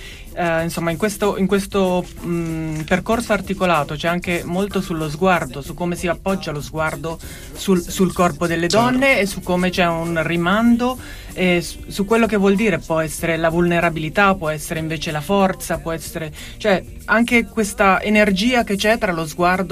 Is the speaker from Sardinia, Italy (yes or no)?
no; Rome, Lazio, Italy; Io sono di Roma.